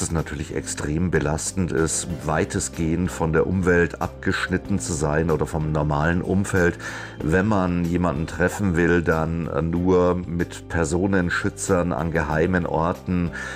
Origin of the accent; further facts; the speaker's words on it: Bavaria, Germany; Das ist einfach so, ja, bei uns in Bayern sagt man, das ist einfach ein gestandenes Mannsbild